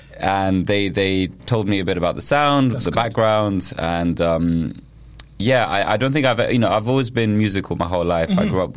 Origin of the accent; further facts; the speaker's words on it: Paris, Île-de-France, France; I'm from Paris.